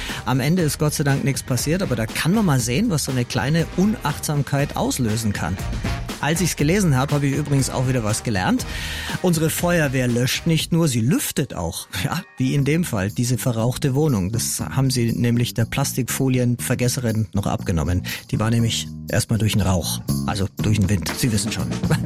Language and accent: German; Marktoberdorf, Bavaria, Germany; denn genau das ist in dieser Woche in Marktoberdorf im Ostallgäu passiert. Das ist meine Heimatstadt.